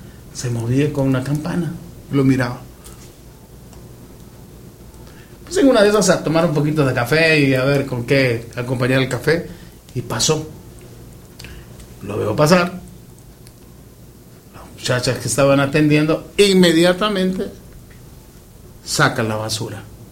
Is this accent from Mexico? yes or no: no; Siguatepeque, Comayagua, Honduras; Soy de Honduras.